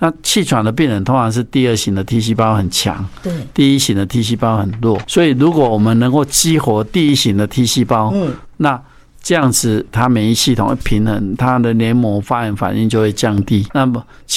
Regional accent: Taiwan; 它根本不会定植在我们台湾人的肠道。

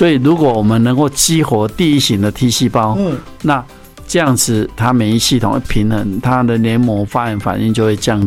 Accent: Taiwan; 现在我很有自信的讲，可以100%的把 cover 到我们台湾人这些过敏的人类人的本土菌株都 cover 住。

